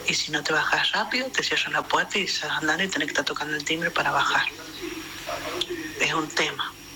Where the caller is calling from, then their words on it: Albardón, San Juan, Argentina; Yo viajo todos los días en la empresa de Albardón, vivo en Albardón.